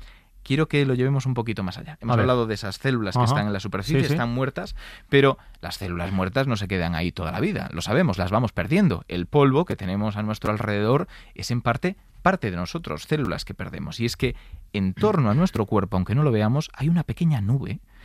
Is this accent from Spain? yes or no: yes; Galicia, Spain; Yo es que soy gallego, ¿eh?